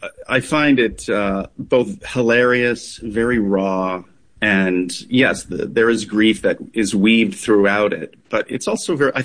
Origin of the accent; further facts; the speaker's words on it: Rochester, New York, United States; I have such fond memories of growing up in Rochester.